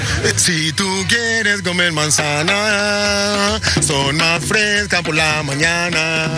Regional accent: Argentina; born there; yo nací en Argentina, pero mi papá nació en Ancina, en el barrio del Tambor, y me lo heredó

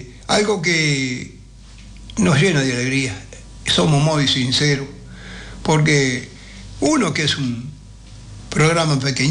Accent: Sarandí del Yí, Durazno, Uruguay; otro hijos de mi pueblo Sarandí de allí.

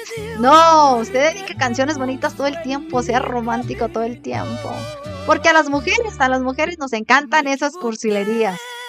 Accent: Chihuahua, Mexico; como dice mi nombre, yo soy de Chihuahua.

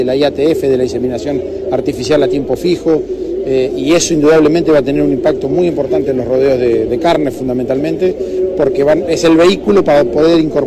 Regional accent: Argentina

